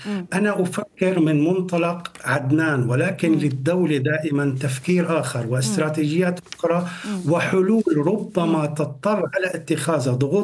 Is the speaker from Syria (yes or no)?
yes; Syria; ونحن هنا كسوريين نسأل